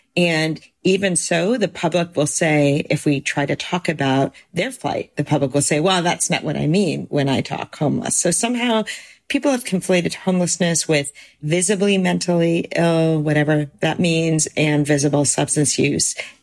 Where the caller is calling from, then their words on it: California, United States; I'm calling in from the Bay Area.